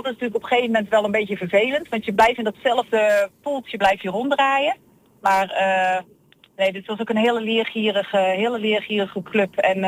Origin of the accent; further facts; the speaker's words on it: Klundert, North Brabant, Netherlands; ik kom natuurlijk uit Klundert, ben er geboren en ik woon er nog steeds.